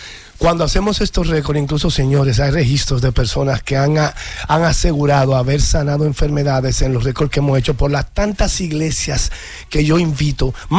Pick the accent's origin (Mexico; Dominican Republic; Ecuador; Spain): Dominican Republic